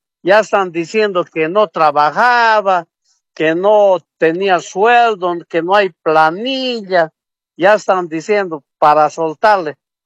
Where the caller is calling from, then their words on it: Cochabamba, Bolivia; Estoy llamando de Cochabamba.